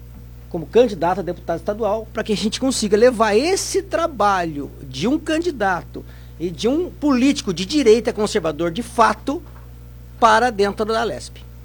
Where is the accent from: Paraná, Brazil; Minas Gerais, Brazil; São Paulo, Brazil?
São Paulo, Brazil; Taubaté; eu sou nascido e criado em Taubaté, ali na região da Independência, do Conjunto Urupês